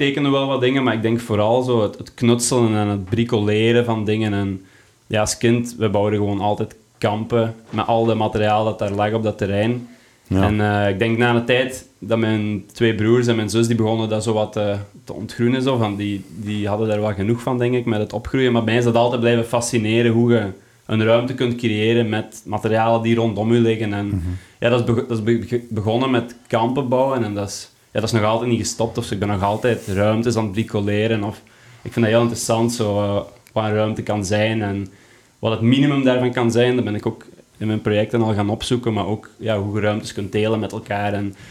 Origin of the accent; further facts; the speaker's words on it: Deurne, Flanders, Belgium; Deurnedienst.